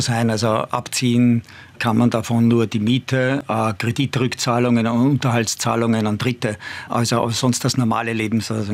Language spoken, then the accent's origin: German; Austria; Und darauf sind wir auch dankbar als Österreicherinnen und Österreicher